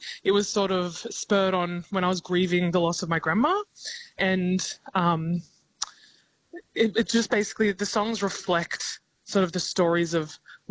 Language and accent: English; Australia; for me, especially being from a mixed migrant background, it's always been about, you know, who am I as an Australian